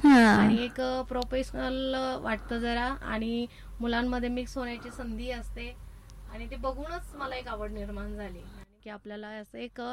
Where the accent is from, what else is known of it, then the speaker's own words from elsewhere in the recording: Pathardi, Maharashtra, India; आता मी पाथर्डी तालुक्यातले, तो भाग खरं तर खूपच दुष्काळी, म्हणजे पाण्याच्या दृष्टीने खूप हालाकीचे दिवस तिथे निघतात.